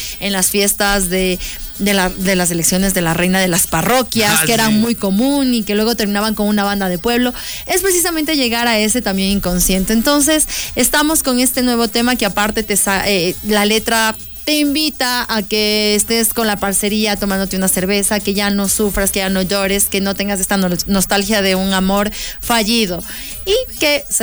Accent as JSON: {"language": "Spanish", "country": "Ecuador"}